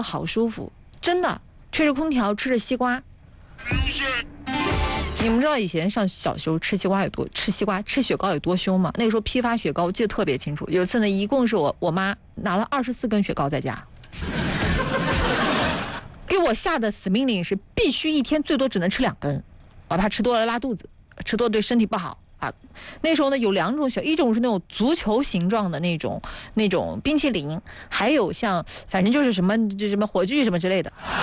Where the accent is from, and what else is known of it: Huaibei (north of the Huai River), China; born there